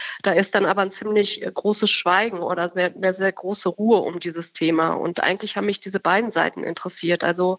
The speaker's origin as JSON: {"language": "German", "region": "North Rhine-Westphalia", "country": "Germany", "tie": "born or raised there", "moved": "yes", "said": "ich bin aus Ostwestfalen"}